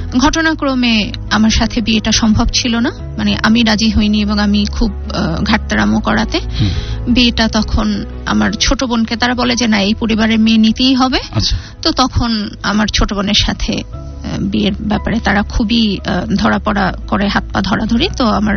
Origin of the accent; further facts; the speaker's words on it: Patuakhali, Barisal Division, Bangladesh; আমার দেশের বাড়ি পটুয়াখালী।